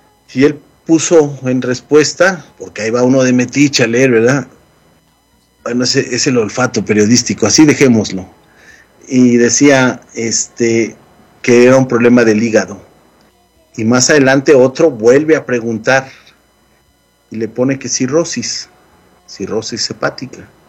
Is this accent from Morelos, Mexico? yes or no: yes; Yautepec, Morelos, Mexico; now in United States; al pueblo donde yo nací, Yautepec, Morelos.